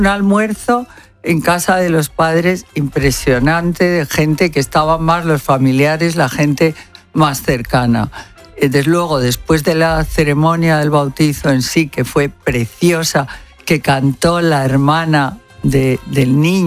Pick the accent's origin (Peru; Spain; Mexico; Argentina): Spain; ¿cómo no lo voy a ver si soy española a muerte?